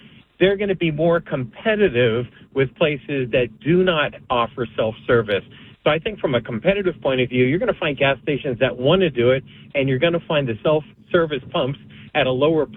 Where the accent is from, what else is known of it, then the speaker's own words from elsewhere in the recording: New Jersey, United States; now in Princeton, United States; I live my whole life in New Jersey